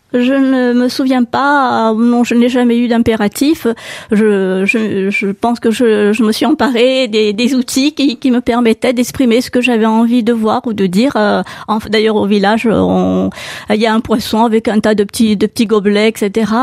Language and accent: French; Marignana, Corsica, France; also born or lived in Ajaccio; je suis née à Ajaccio, mais j'ai passé mes 10 premières années dans mon petit village de Marignana.